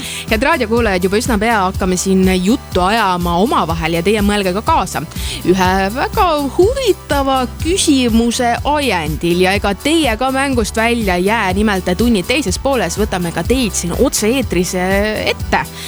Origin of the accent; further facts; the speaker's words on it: Tartu, Tartu County, Estonia; born there; mina sündisin siin Tartu sünnitusmajas, mis on siis aadressil Lossi 36